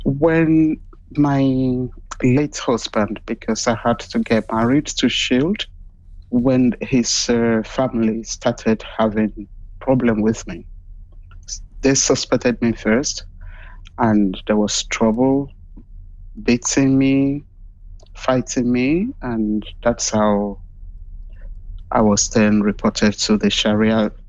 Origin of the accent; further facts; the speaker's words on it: Nigeria; moved away as an adult; It was a tough thing to be a lesbian or someone that is LGBTIQ growing up in Nigeria.